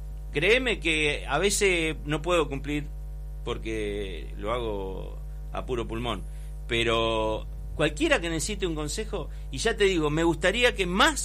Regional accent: Spain; A ver, yo nací acá, pero yo soy español.

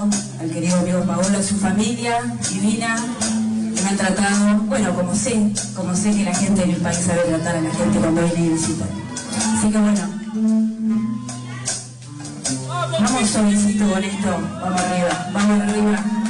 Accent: Montevideo, Uruguay; yo soy montevideano.

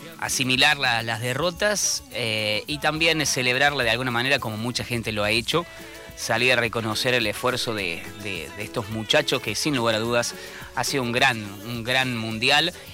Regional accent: Argentina

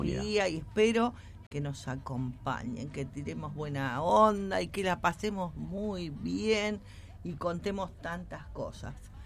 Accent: Tierra del Fuego, Argentina; Hola, Tierra del Fuego, porque yo siempre saludo a mi Tierra del Fuego querida.

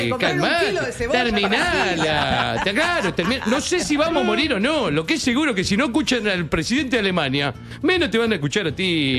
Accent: Uruguay; unos compatriotas, un grupo de ingenieros de sistema uruguayo.

